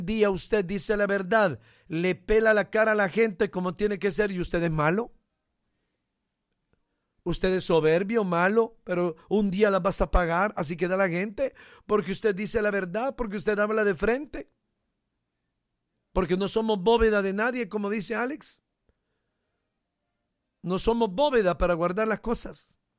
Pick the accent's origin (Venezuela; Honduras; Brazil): Honduras; Sí, soy hondureño, hombre, soy lenca, soy maya. Soy mestizo, combinación de indio con españoles violadores.